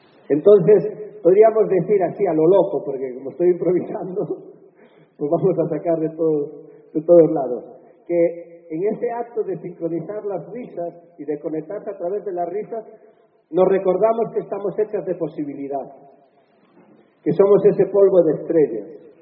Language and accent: Spanish; Galicia, Spain; Lo sentimos mucho, somos gallegos.